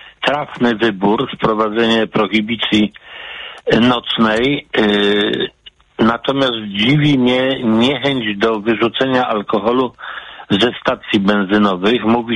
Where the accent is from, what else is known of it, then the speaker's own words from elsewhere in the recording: Poznań, Greater Poland Voivodeship, Poland; kłania się rodowity Poznaniak, czyli